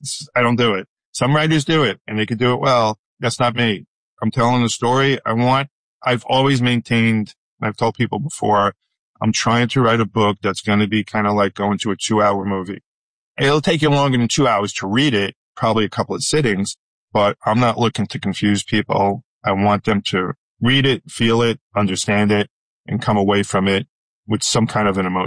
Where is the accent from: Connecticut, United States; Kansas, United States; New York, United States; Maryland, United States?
New York, United States; You know, I started out, I'm from New York. I started out at a radio station in New York, WNW, had a really great newsroom.